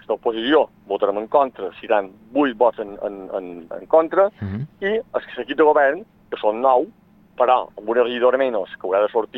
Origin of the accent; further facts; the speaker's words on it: Balearic Islands, Spain; som veïnat de Vinyaraix